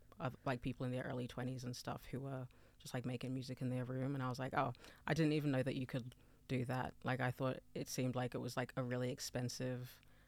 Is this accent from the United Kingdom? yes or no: no; Canberra, Australian Capital Territory, Australia; moved away as an adult; now in Sydney, Australia; So I'm 24. I grew up in Canberra. I moved to Sydney like 3 years ago, mm-hmm. 3 or 4 years ago.